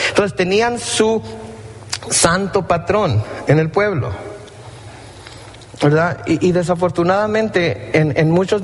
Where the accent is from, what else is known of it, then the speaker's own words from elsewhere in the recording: Mexico; Los que venimos de México y que hemos viajado al sur de México sabemos que cada pueblo tiene su santo patrón